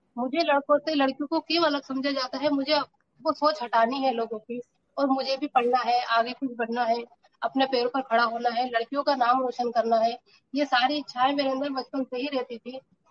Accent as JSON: {"language": "Hindi", "town": "Rampur", "region": "Uttar Pradesh", "country": "India", "said": "और मैं रामपुर शहर के छोटे से मोहल्ले कलघर के रहने वाली हूँ।"}